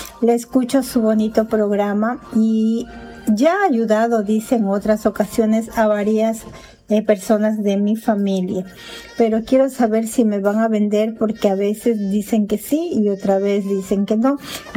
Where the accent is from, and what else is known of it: Ecuador